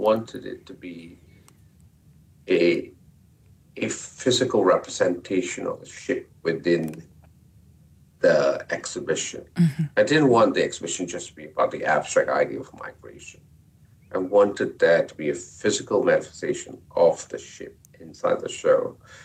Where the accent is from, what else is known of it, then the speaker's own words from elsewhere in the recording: Malaysia; I was born in Malaysia, so this exhibition is very Malaysian.